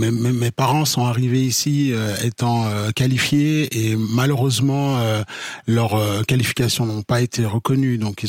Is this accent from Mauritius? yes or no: no; Switzerland; mes parents sont arrivés en Suisse début des années 80 et moi je suis né en Suisse. Et donc j'ai fait tout mon cursus scolaire, professionnel en Suisse.